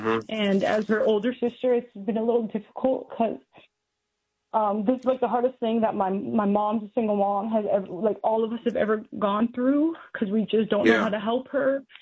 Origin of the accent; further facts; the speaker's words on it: Winnipeg, Manitoba, Canada; moved away as an adult; now in Waldorf, United States; I am originally from Winnipeg, Manitoba. Okay. But I married military, so I live in the States now.